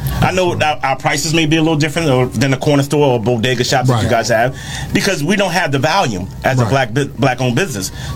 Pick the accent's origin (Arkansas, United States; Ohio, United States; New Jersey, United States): New Jersey, United States; We're from Jersey. We came to you guys.